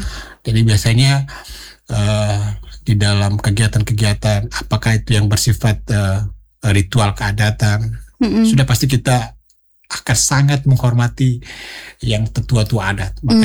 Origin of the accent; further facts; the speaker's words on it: East Nusa Tenggara, Indonesia; now in Kupang, Indonesia; dalam budaya kita orang Lam Holot.